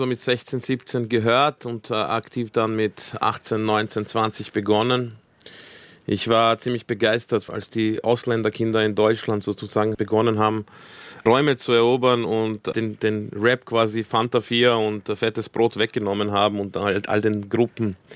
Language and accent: German; Vienna, Austria; German is a second language; Meine Jugend und in Wiener Parks verbracht.